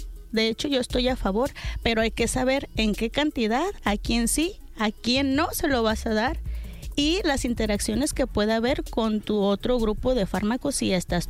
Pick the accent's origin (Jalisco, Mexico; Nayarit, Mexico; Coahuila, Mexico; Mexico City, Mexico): Jalisco, Mexico; Vengo de Jalisco y hay que cumplir palabras.